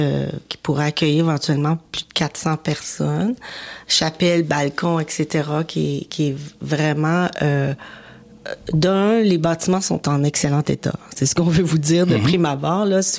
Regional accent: Laval, Quebec, Canada; born there; moi, je suis une Lavalloise, je vous le dis, là, je suis née à Laval, à environ à 20 minutes du lieu qu'on transforme. Puis je suis fière de ma ville.

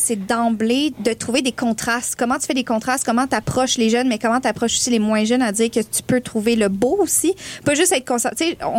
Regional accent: Granby, Quebec, Canada; je viens de Grimbé

